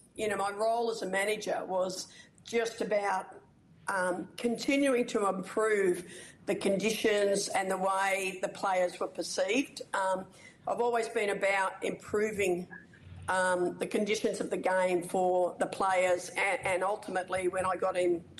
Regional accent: Melbourne, Victoria, Australia; I grew up in Melbourne

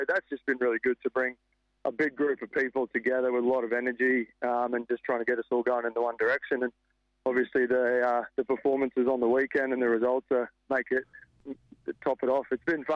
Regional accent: Brisbane, Queensland, Australia; now in Perth, Australia; I'm from Brisbane

